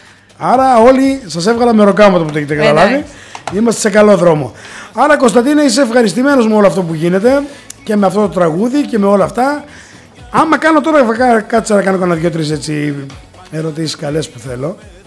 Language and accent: Greek; Argos Orestiko, Western Macedonia, Greece; εκεί στο Άργος Οριστικό, στα μέρη μου, στο νομό Καστοριάς